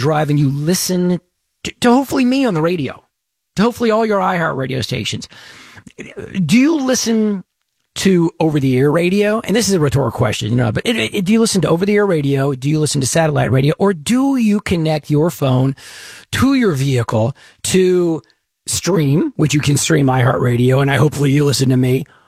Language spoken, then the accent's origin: English; Dallas, Texas, United States; I'm from Dallas. I've been to Fort Worth, Austin, San Antonio, Houston, everywhere in between.